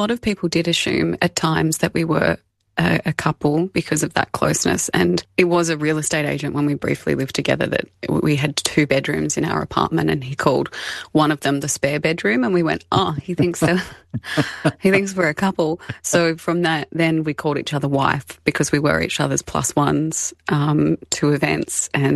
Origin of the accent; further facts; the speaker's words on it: Albury, New South Wales, Australia; I grew up in Albury, born and bred. My parents are still there. I think, you know, as a regional kid and we had family in Sydney, I used to always dream of going to the big city